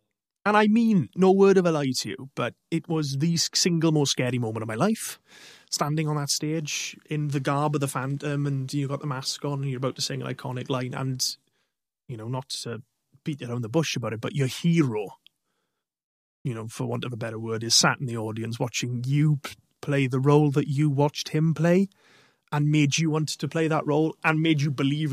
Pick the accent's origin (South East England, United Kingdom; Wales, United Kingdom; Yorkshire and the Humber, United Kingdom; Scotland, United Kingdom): Wales, United Kingdom; Llanelli; But no, I'm from Llanelli and I'm proud of it. And I'll always be proud to be from here.